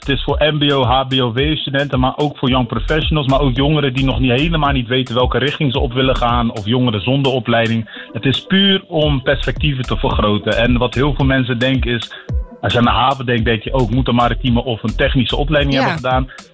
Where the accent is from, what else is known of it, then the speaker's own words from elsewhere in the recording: Rotterdam, South Holland, Netherlands; En ik ben zelf opgegroeid in Delfshaven.